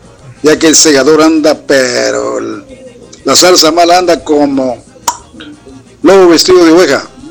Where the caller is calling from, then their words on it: Arriaga, Chiapas, Mexico; Aquí en Arriaga, Chiapas, a todos mis hermanos de Arriaga